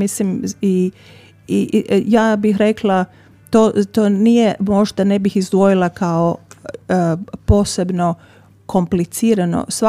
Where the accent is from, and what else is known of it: Croatia